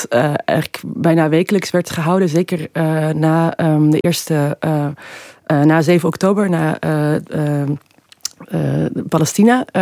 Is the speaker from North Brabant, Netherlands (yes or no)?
no; Amsterdam, North Holland, Netherlands; now in Brussels, Belgium; ik kom uit Amsterdam en woon in Brussel.